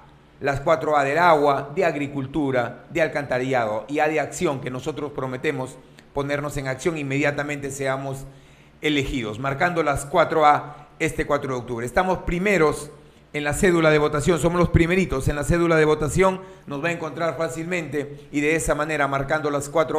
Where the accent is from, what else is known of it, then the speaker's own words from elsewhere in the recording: Piura, Peru; also born or lived in Tambogrande, Piura; Nací y crecí en el asentamiento humano Pachitea, pero parte de mi infancia la viví aquí en Tambo Grande, exactamente en el Valle de los Incas, en el caserío de Huiracocha